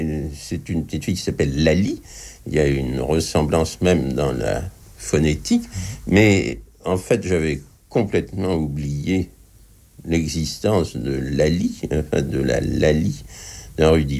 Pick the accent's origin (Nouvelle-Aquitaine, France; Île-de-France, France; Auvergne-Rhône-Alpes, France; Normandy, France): Normandy, France; Le Havre; Étant enfant, même des personnages sont plus ou moins ressemblants à des personnages que j'ai connus dans mon enfance au Havre.